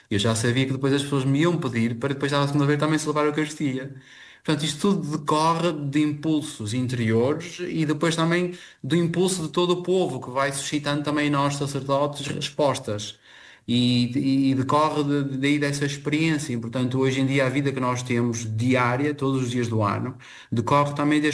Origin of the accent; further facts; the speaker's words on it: Portugal; eu como músico e como português